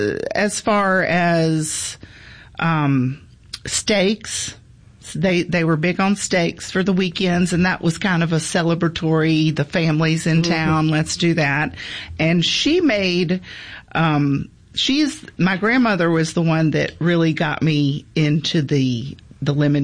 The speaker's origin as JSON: {"language": "English", "town": "Jackson", "region": "Mississippi", "country": "United States", "tie": "born or raised there", "also_born_or_lived": "Oxford, Mississippi", "said": "And then came down to Jackson and was here until my freshman year at Ole Miss."}